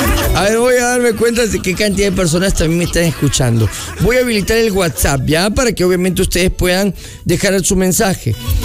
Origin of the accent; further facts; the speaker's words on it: Peru; Estoy orgulloso de mi Perú y mi tierra, mi música, mi gente, mi comida.